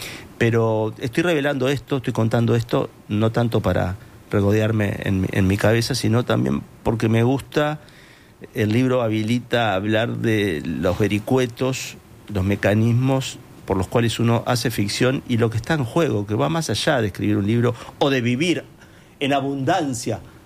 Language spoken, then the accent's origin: Spanish; Montevideo, Uruguay; Si bien no es la casa que nací, desde los 6 años viví en una casa en Sayago. Uh-huh. Para mí es como... No es el origen exacto, pero viví como hasta los 20 años.